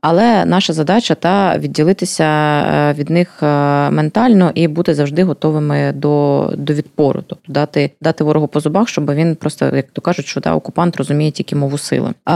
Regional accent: Luhansk Oblast, Ukraine; І мені надзвичайно боляче це чути, оскільки я з Луганщини і про своїх таких земляків саме з мого регіону.

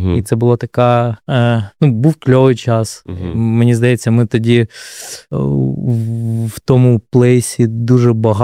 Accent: Kupiansk, Kharkiv Oblast, Ukraine; born there; moved away as an adult; now in Kharkiv, Ukraine; Я народився в Куп'янську, приїхав в Харків навчатися в фармацевтичний університет.

